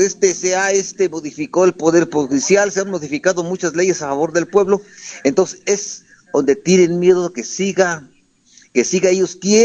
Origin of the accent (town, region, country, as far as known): Mexico